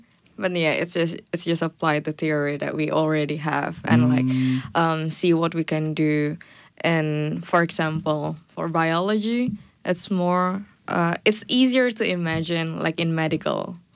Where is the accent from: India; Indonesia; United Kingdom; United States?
Indonesia; Makassar, South Sulawesi; moved away as an adult; now in Kanazawa, Japan; I'm from Makassar. If you know Sulawesi Island, it's, like, on the bottom of Sulawesi Island, Makassar.